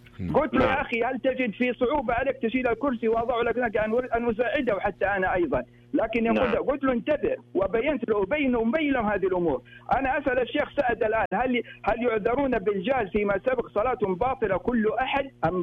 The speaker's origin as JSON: {"language": "Arabic", "town": "Mecca", "region": "Makkah Province", "country": "Saudi Arabia", "said": "دخلت أنا المسجد جوامع كبير عندنا في مكة المكرمة"}